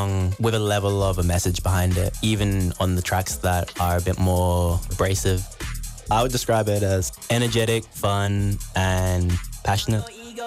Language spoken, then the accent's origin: English; Perth, Western Australia, Australia; we're a duo from Boorloo, Perth.